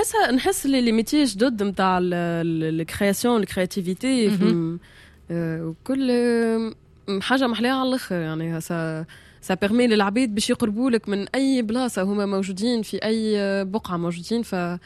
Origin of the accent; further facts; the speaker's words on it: Tunis, Tunis Governorate, Tunisia; الوالده تفهم شلحه ما تحكيش شلحه اما تربيت في سنتر فيل في تونس في سنتر فيل